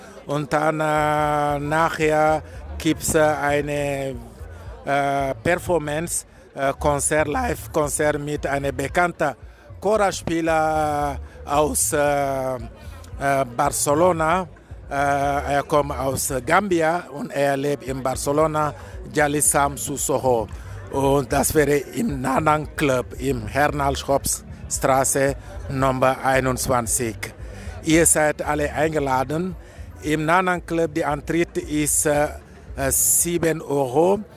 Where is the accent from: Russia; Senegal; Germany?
Senegal; Casamance; German is a second language; moved away as an adult; now in Vienna, Austria; Casamas ist im Senegal, im Süd vom Senegal, und ich komme aus Casamas